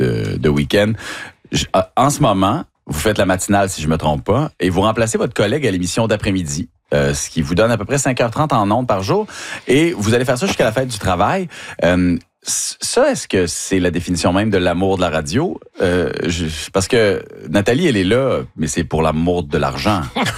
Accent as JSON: {"language": "French", "town": "La Baie", "region": "Quebec", "country": "Canada", "said": "Quand on vient du Saguenay-Lac-Saint-Jean"}